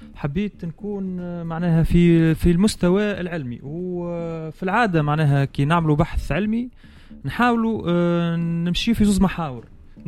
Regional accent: Tunisia; أنا معناها نتمنى أنه يكون عندنا في تونس وثيقة تجمع بين البحث التاريخي والبحث في المسببات والأسباب،

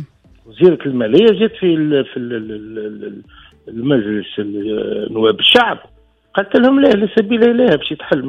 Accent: Tunisia

